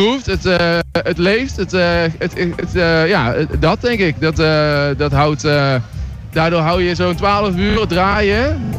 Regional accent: Ewijk, Gelderland, Netherlands; Ewijk, bij Nijmegen.

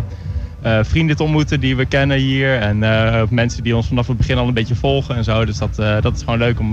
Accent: Doetinchem, Gelderland, Netherlands; we komen allemaal uit Doetinchem

